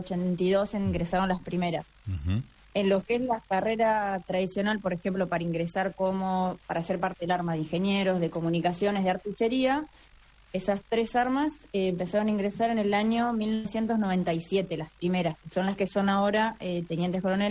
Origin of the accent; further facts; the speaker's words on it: Buenos Aires Province, Argentina; also born or lived in Río Gallegos, Santa Cruz; now in Entre Ríos, Argentina; Nací en Santa Cruz, en Río Gallegos, pero me crié en provincia de Buenos Aires, un pueblo muy pequeñito, cerca de Bahía Blanca.